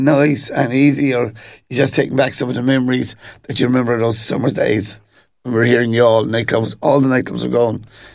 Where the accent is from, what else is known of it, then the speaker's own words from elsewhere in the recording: Ireland; it's great being Irish